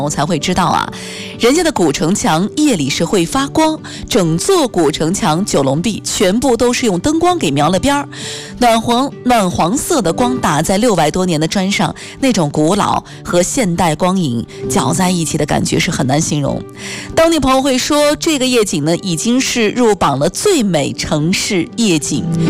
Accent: Taiyuan, Shanxi, China; moved away; 这羊杂汤用我们山西话怎么说呢？这虽然我说的不标准啊

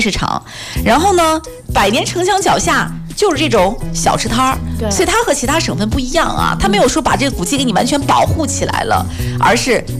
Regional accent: Shanxi, China; 也欢迎大家能够去到我的家乡去好好的玩一趟哈，无论是你吃一碗面，无论是你带点醋回来，都可以充分的感受到山西的带给你的这种后劲儿啊

